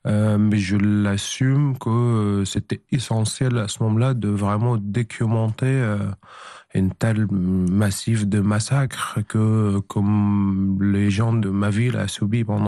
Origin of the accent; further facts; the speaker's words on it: Hamouria, Rif Dimashq, Syria; moved away as an adult; dans ma ville natale, Hamouria.